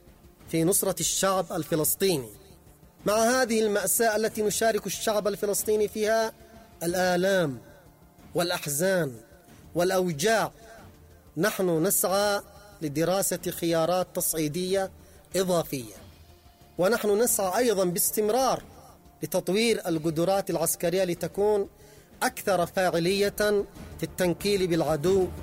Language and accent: Arabic; Yemen; نحن كشعب يمني